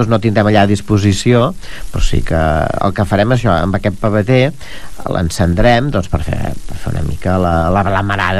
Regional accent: Pineda de Mar, Catalonia, Spain; que em vaig criar a Pineda en els primers anys, i jo recordo de jovenet anar a és una institució a Pineda, no?

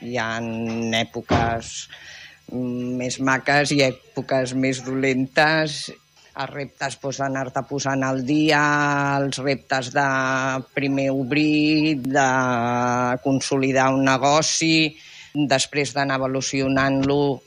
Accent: Rubí, Catalonia, Spain; born there; Jo soc de Rubí, nascut a Rubí

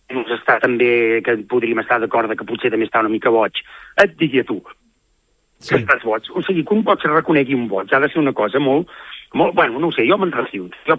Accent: Catalonia, Spain; com a català del Barça

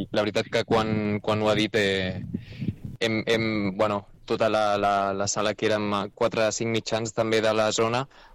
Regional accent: Castellar, Catalonia, Spain; jo sóc de castellà

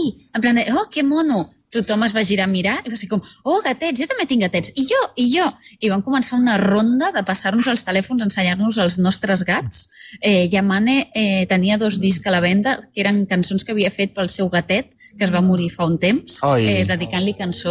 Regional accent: Reus, Catalonia, Spain; Com sabràs que, algú és de Reus? Tranquil, t'ho dirà. Ja ho sabeu tots, sóc de Reus.

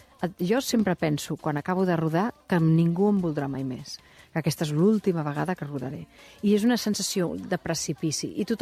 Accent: Barcelona, Catalonia, Spain; Ah, sí, clar, jo no sóc del Passeig Bonanova, sóc de Major

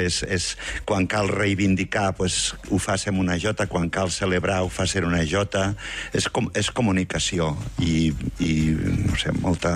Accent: Tortosa, Catalonia, Spain; born there

